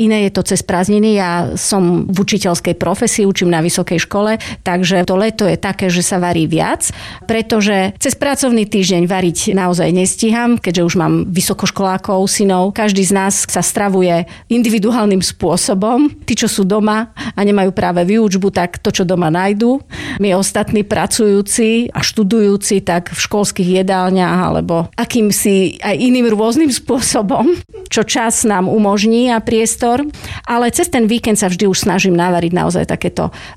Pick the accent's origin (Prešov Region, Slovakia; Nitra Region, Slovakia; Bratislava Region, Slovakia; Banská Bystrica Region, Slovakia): Banská Bystrica Region, Slovakia; Rimavská Sobota District; ja pochádzam zo stredného Slovenska, z okresu Rimavská Sobota